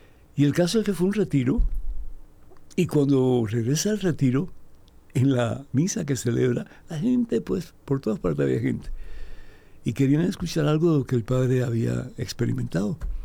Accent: Cuba; moved away; mi país de origen, que es Cuba.

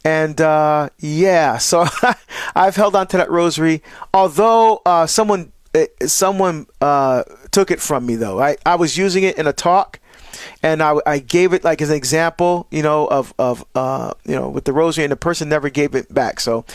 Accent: New Jersey, United States; looking forward to being back in my home state, you know, back in Jersey again.

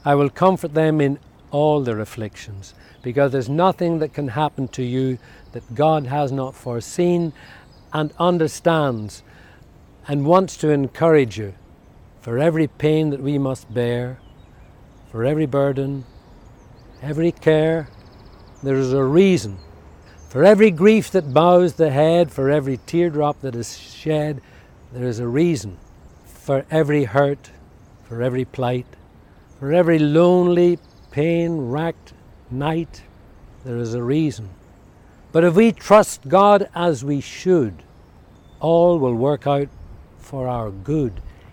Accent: Ireland; The Father General of the Jesuits spoke in my home country of Ireland last year

